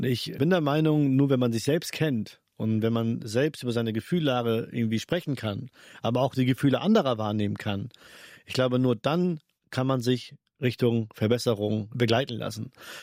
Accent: Hamburg, Germany; born there; ich bin Billstedter, ich bin Garstedter. Das war damals in Hamburg oder immer noch, ne? Sehr prägend.

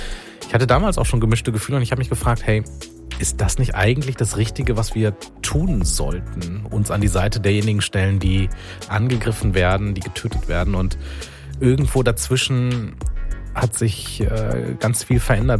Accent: Wuppertal, North Rhine-Westphalia, Germany; ich bin in Wuppertal aufgewachsen, 13 Kilometer vom Wohnhaus der Familie Gensch entfernt

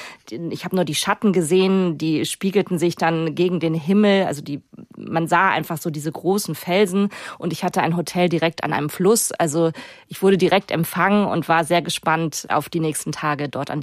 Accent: Germany; wo kommen Sie denn her? Ja, aus Deutschland.

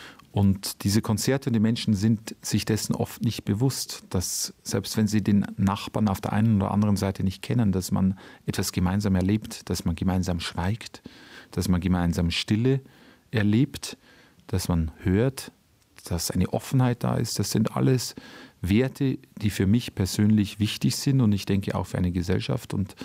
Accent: Bavaria, Germany; moved away

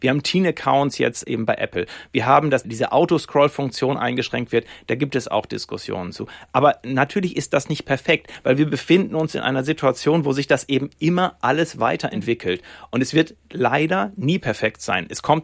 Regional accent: Lower Saxony, Germany; Ich bin aufgewachsen in Ostfriesland. Das ist sehr rural, sehr ländlich

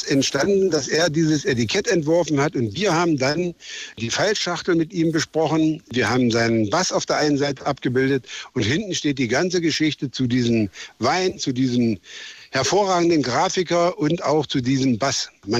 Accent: Magdeburg, Saxony-Anhalt, Germany; wir waren ja als Magdeburger nahe dran und hatten immer super Empfang.

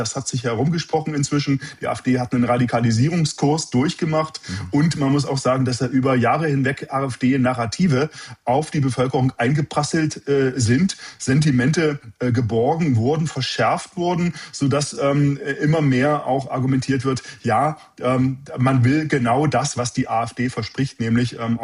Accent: East Germany, Germany; selbst als Ostdeutscher

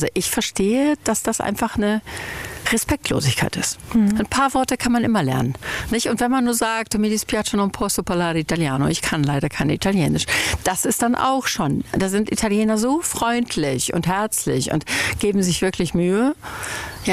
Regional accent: Germany; now in Italy

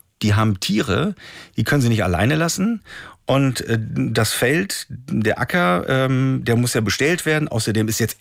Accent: East Germany, Germany; Und ich bin in der DDR groß geworden

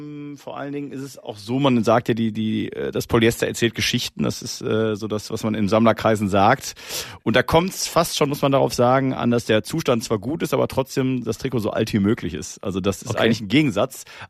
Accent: North Rhine-Westphalia, Germany; ich komme aus der Nähe von Duisburg

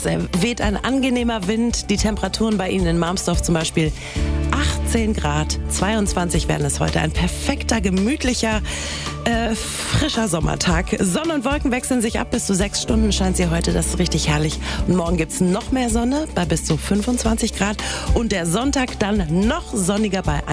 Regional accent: Hamburg, Germany; Ich komme aus Hohenfelde und da stellen wir immer was raus.

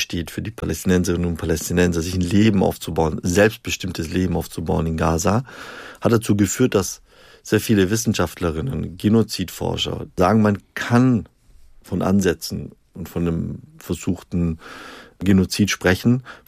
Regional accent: Stuttgart, Baden-Württemberg, Germany; Ich komme ja aus Stuttgart.

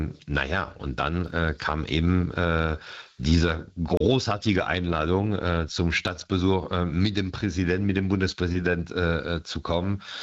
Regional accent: Paris, Île-de-France, France; Also ich habe das als Kind in Paris immer gesehen, diese Kolonnen, und habe mir gedacht, eines Tages möchte ich drin sein

